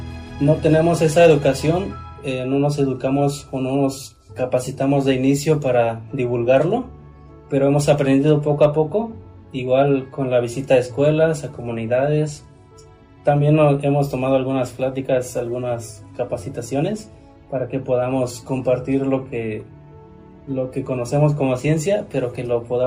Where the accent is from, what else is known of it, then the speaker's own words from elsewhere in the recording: Acatlán de Osorio, Puebla, Mexico; born there; soy biólogo, soy de aquí de Acatlán de Osorio